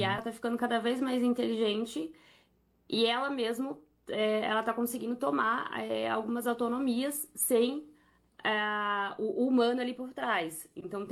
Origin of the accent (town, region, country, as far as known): São Paulo, Brazil